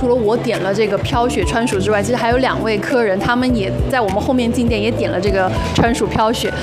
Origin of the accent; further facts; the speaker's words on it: Sichuan, China; 咱们四川人